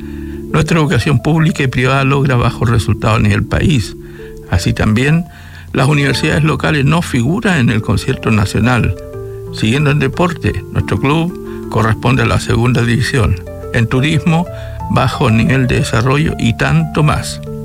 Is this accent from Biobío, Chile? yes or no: no; Antofagasta, Chile; como ciudadano comprometido en identidad de antofagastinidad y nortinidad